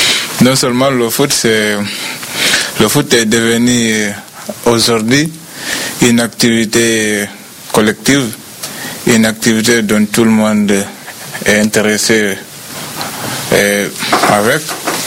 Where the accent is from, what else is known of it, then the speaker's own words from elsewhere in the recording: Guinea; now in France; Oui, je viens de la Guinée-Conakry.